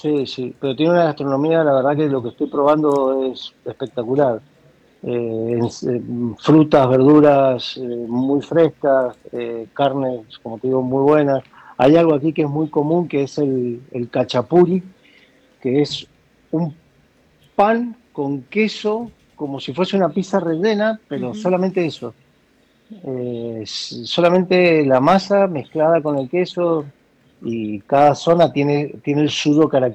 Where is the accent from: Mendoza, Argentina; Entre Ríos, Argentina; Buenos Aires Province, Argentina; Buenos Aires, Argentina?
Mendoza, Argentina; Nuestro país sigue siendo el más caro del mundo.